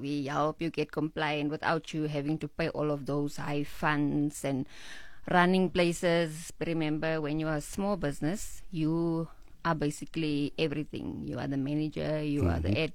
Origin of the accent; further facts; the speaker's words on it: Kuruman, Northern Cape, South Africa; I was born in Kuruman. I studied there, everything was there, so I never left Kuruman.